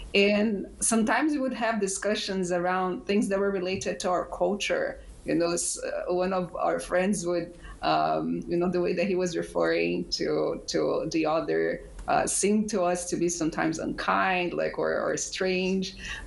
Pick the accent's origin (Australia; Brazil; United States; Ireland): Brazil; moved away as an adult; also born or lived in Uganda; I grew up in Brazil, which is a quite diverse country, but I moved overseas when I was 28, so I've been overseas for about 8 years. In my first year overseas, I was living in Uganda, which is a country in Africa.